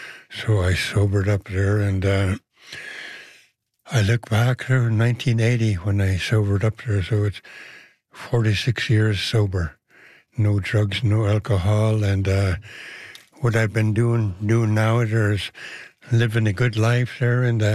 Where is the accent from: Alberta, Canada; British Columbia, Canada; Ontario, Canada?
British Columbia, Canada; Merritt; also born or lived in Kamloops; I'm from Merritt, British Columbia, and I lived on Coldwater Reserve there in my younger days, and I went to a residence school in Kamloops for 11 years.